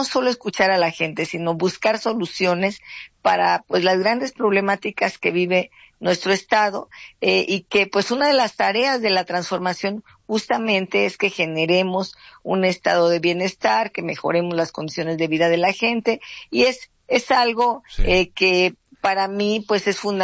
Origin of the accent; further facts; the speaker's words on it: Guerrero, Mexico; También yo soy parte del pueblo afromexicano de Guerrero, soy de la Costa Chica de Guerrero.